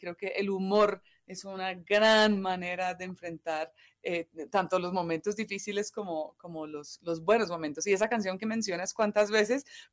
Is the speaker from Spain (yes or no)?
no; Colombia; also born or lived in Ireland; now in Bogotá, Colombia; si bien nací en Irlanda y pues vengo de padres europeos, mamá inglesa y papá irlandés, yo llegué a Colombia cuando tenía apenas 2 años de edad. Entonces, claro, Realmente toda mi vida, todo mi entorno siempre ha sido colombiano